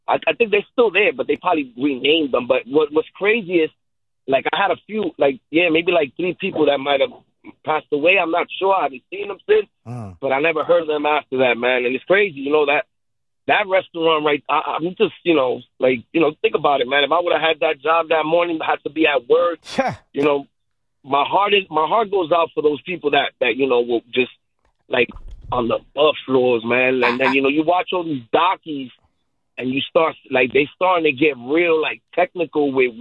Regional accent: New York, United States; Because, you know, as a New Yorker, I didn't really go in much.

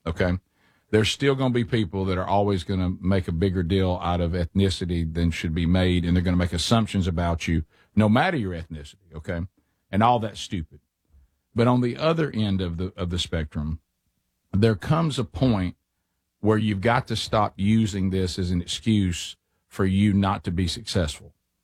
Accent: Alabama, United States; I'm also tired of people assuming, since I'm from Alabama, that I'm dumb.

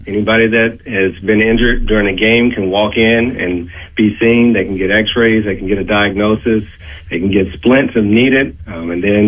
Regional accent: Muscle Shoals, Alabama, United States; moved away as an adult; also born or lived in Laurel, Mississippi; now in Jackson, United States; No, I'm from Muscle Shoals, Alabama. So I'm from the neighboring state.

